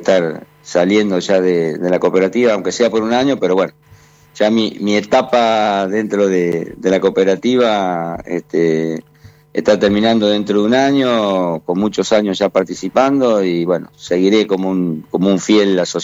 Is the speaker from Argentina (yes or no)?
yes; Bombal, Santa Fe, Argentina; Yo soy un productor agrícola ganadero acá del sur de Santa Fe. Mi pueblo es Bombal, yo vivo en un pueblo de 3.500 habitantes, distante 95 kilómetros de Rosario.